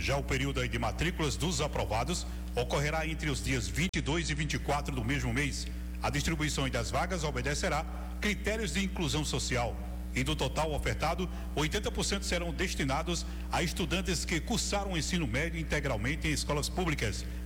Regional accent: Sertão (Northeast Brazil), Brazil; born there; eu sou sertanejo nato

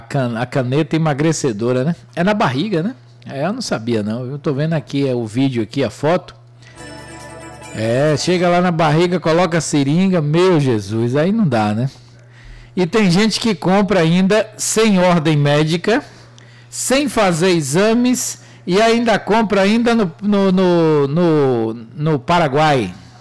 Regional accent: Maragogipe, Bahia, Brazil; povo abençoado de Maragogipe, minha terrinha linda.

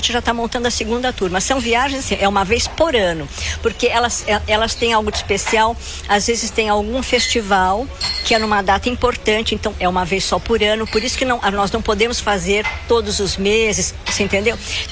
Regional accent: Brazil; now in Paris, France

